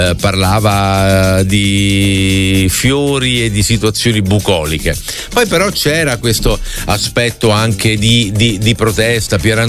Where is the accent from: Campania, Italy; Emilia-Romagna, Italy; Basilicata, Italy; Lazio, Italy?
Basilicata, Italy; essendo io lucano, sono stato amico